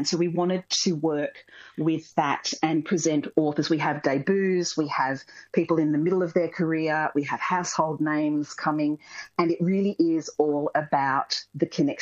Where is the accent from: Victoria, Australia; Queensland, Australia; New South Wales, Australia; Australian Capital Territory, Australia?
New South Wales, Australia; Coffs Harbour; Yeah, I grew up in Coffs Harbour back in the days when Coffs Harbour was much smaller than it is nowadays.